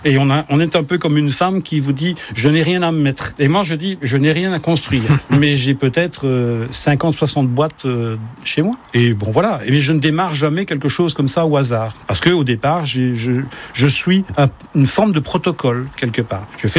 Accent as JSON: {"language": "French", "country": "Belgium", "moved": "yes", "lives_now": "Montélimar, France", "said": "je suis belge d'origine"}